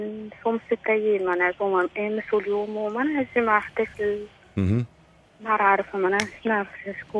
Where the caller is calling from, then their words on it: Sidi Bouzid, Tunisia; من سيدي بوزيد